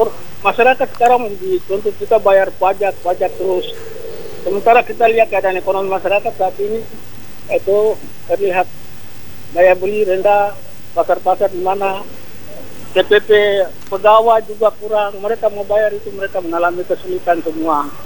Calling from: Papua, Indonesia; saya di kampung sini, saya di Netar

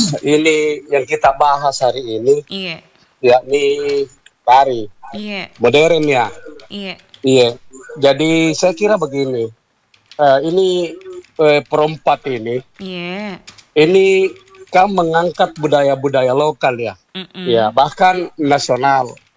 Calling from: Makassar, South Sulawesi, Indonesia; termasuk juga sebagai warga Makassar

